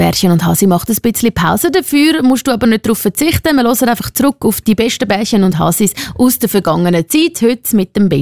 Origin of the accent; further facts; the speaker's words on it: Zurich, Switzerland; Weil Janik und ich als Zürcher, wir fühlen das einfach nicht so.